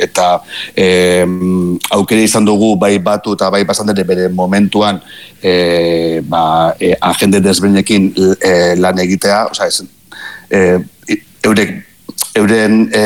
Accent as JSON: {"language": "Basque", "region": "Basque Country", "country": "Spain", "said": "Euskalduna gara, Euskal Herria maite dugu, eta gure maitasuna hori dator gure begiradatik."}